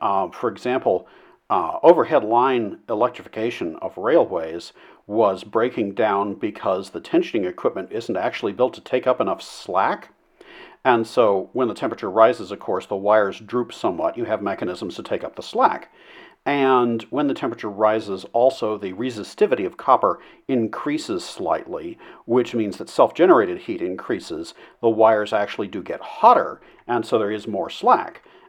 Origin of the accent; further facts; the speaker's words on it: United States; as an American